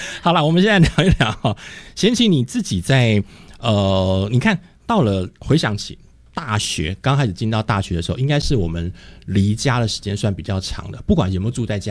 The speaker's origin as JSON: {"language": "Chinese", "town": "Taichung", "country": "Taiwan", "also_born_or_lived": "Taipei", "moved": "as an adult", "said": "我是台中人，后来到了台北念书"}